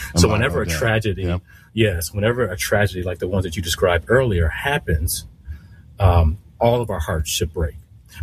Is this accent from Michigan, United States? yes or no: yes; Detroit, Michigan, United States; I'm from Detroit, and right now I live in a city that's only a hop, skip, and jump away from Dearborn.